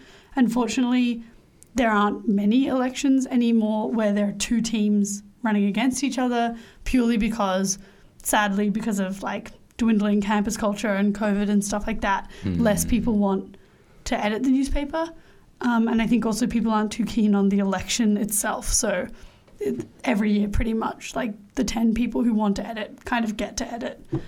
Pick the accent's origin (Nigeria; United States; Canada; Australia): Australia; I'm half Indian and Iranian, but I grew up in Australia